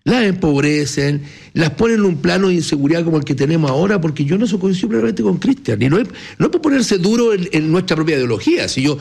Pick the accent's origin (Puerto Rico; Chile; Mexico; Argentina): Chile; nos hicieron fuertes como nación chilena